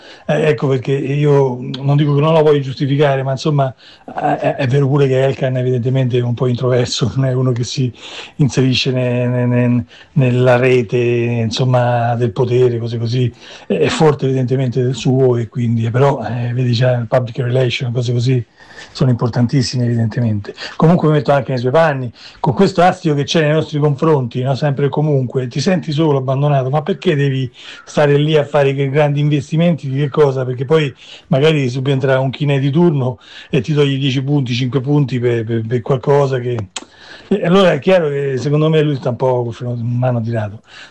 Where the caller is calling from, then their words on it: London, United Kingdom; da Londra.